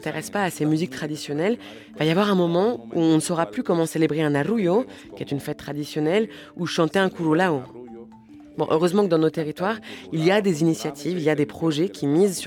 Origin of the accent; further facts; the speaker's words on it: Guapi, Cauca, Colombia; now in Cali, Colombia; Et le fait que j'ai quitté Guapi pour m'installer à Cali ne veut pas dire que j'ai arrêté d'être originaire de Guapi pour devenir originaire de Cali.